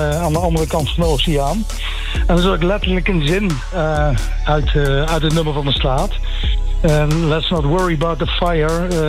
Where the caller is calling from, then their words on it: Arnhem, Gelderland, Netherlands; Ik kom echt uit Arnhem zelf.